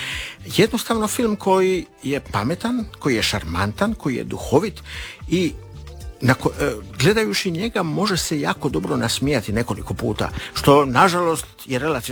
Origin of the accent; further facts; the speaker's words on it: Dalmatia, Croatia; Ja sam iz Dalmacije